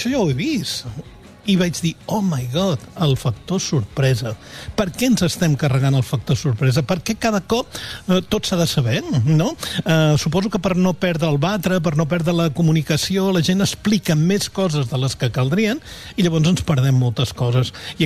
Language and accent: Catalan; L'Ametlla, Catalonia, Spain; Al meu poble tothom diu propaganda, fer propaganda.